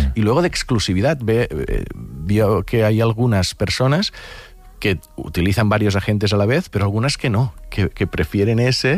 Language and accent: Spanish; Catalonia, Spain; Pues algunas cosas, mira que soy del Delta del Ebre, allí mosquitos, sí, cuando dejan de fumigar...